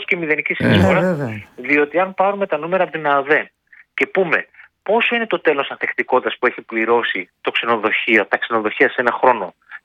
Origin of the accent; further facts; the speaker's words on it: Drama, Eastern Macedonia and Thrace, Greece; Εγώ είμαι από τη Δράμα